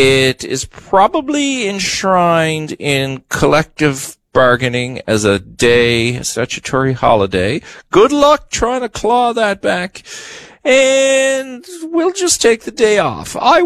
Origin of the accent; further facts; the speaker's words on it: Newfoundland and Labrador, Canada; I speak to you as a Newfoundlander and Labradorian. I'm an Anglican. I went to a Catholic school.